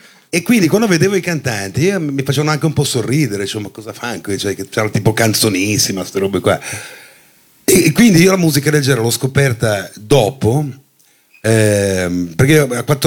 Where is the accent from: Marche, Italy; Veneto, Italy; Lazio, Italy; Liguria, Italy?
Liguria, Italy; Genoa; born there; sono nato a Genova.